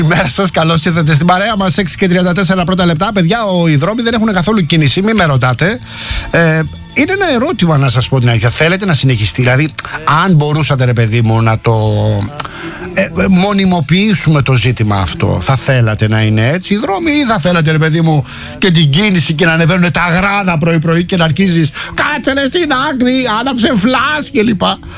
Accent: Rafina, Attica, Greece; Για να δω τι γίνεται και στην πατρίδα μου, στη Ραφίνα.

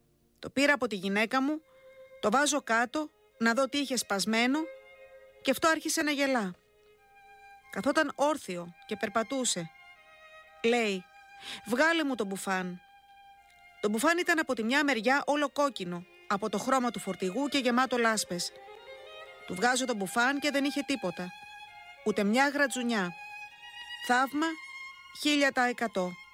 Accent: Kalymnos, South Aegean, Greece; και κατάγομαι από την Κάλυμνο. Είμαι 37 ετών, πατέρας δύο παιδιών.

